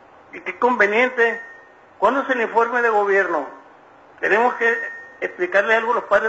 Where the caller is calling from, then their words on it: Mexico; soy ciudadano mexicano con todos mis derechos